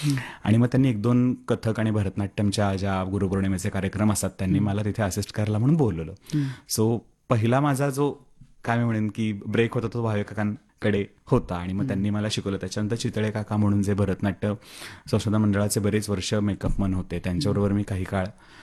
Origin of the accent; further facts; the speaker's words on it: Shirwal, Maharashtra, India; या सगळ्यामध्ये बालपण माझं, 10वीपर्यंत शिक्षण माझं शिरवळला झालेलं आहे.